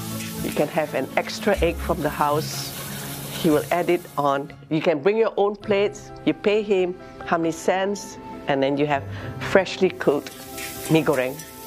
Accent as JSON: {"language": "English", "town": "Katong", "country": "Singapore", "tie": "born or raised there", "said": "In the 60s, when I was growing up in Kachong, we had a whole parade of street vendors, and they came in all forms of transportation."}